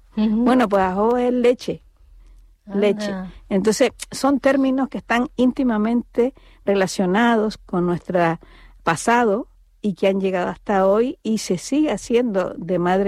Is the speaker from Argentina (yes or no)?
no; Canary Islands, Spain; la lengua que hablamos hoy en día, que es el español de Canarias